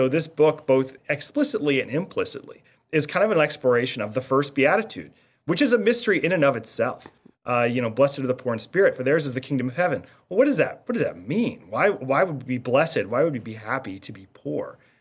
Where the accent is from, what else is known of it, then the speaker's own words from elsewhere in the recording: West Virginia, United States; moved away as an adult; now in Washington, D.C., United States; I was a middle school teacher in a Catholic school in my home state of West Virginia.